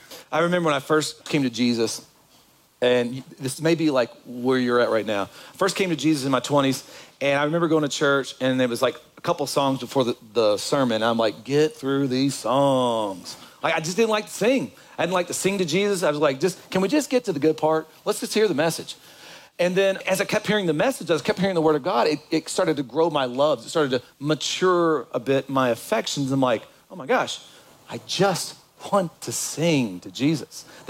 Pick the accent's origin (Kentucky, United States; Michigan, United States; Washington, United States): Kentucky, United States; Hey, I'm from Kentucky.